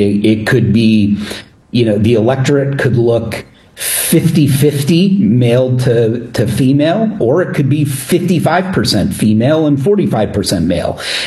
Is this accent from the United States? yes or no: yes; Illinois, United States; in a state like, I'll use my home state, Illinois, for this one